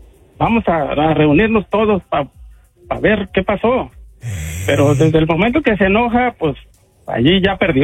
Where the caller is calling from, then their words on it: Zacatecas, Mexico; De Zacatecas.